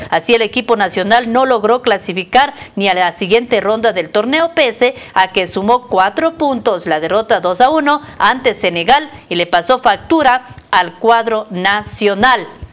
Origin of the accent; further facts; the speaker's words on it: Ecuador; Por lo que somos ecuatorianos, nos toca, amigos oyentes, poner pues un marcador